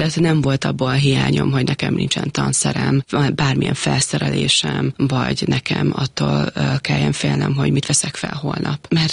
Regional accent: Taktaharkány, Borsod-Abaúj-Zemplén, Hungary; én Bozsda-Bolyzemplén megyéből származom, Takta-Harkányból, ami Miskolc és Szerencs között található nagy község, és egy 5 gyermekes család első gyermekeként születtem.

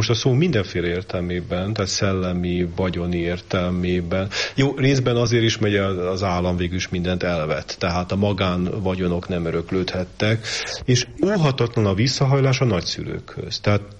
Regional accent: Hungary; és én magyar vagyok

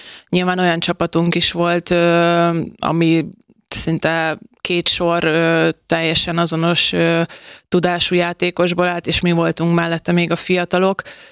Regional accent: Borsod-Abaúj-Zemplén, Hungary; also born or lived in Debrecen; Debrecenben születtem, ez tény és való, de amúgy egy borsodi kisfaluban nőttem fel, és a szüleim még mindig ott élnek

